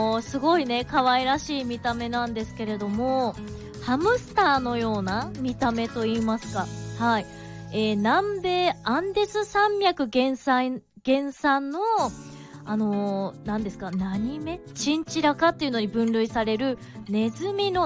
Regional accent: Sendai, Miyagi, Japan; 仙台出身シンガーソングライターで聞き酒師、

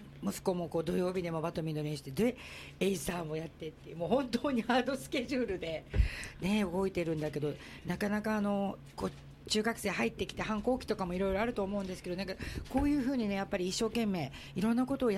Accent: Osaka, Japan; 大阪でずっと学校も出て就職も出てやってきたんだけれど、やっぱりこう泣き人、私も沖縄の心は忘れないで育てられます。

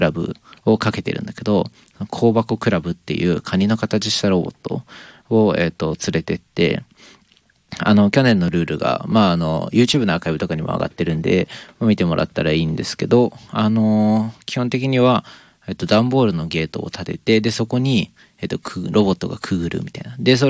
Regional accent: Nagano, Japan; now in Ishikawa, Japan; 僕の地元、僕長野なんですけど

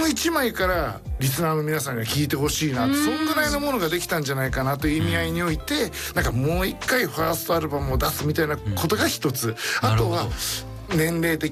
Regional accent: Chiba, Japan; 私自身は千葉県千葉市出身なんですけど、

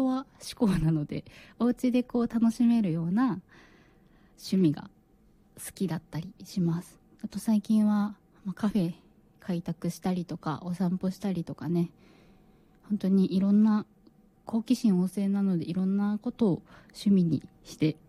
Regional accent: Aomori, Japan; moved away as an adult; now in Tokyo, Japan; まず出身が、東京ではなくて青森になります。青森からね、10年前ぐらいですね、上京をしてきて、もう東京に今10年ぐらい住んでいます。

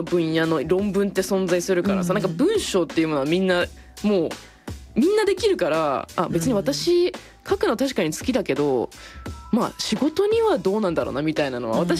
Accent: Fukuoka, Japan; 私福岡生まれなんですけど、うん、ずっと海と山で育って

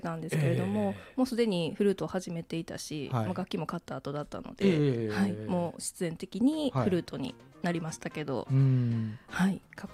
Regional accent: Kagawa, Japan; 地元が香川県になりますので。

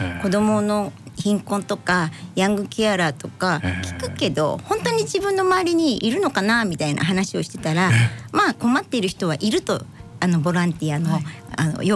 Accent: Fussa, Tokyo, Japan; 福生市で生まれて、

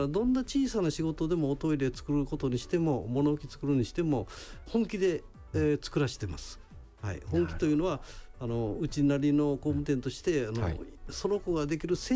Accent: Hyogo, Japan; 例えば私は兵庫県ですけど、兵庫県で行くと

